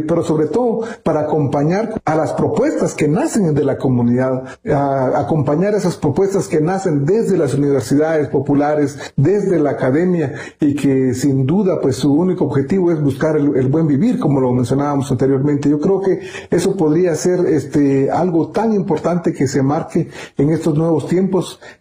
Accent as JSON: {"language": "Spanish", "country": "Guatemala", "first_language": "Kaqchikel", "second_language": "Spanish", "said": "Me gustaría también mandarles un saludo en mi idioma materno, que es el cachiquel. Es uno de los 22 idiomas mayas que hablamos aquí en Guatemala."}